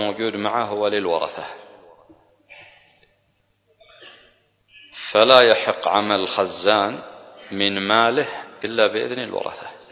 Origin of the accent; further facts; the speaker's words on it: Yemen; عندنا في اليمن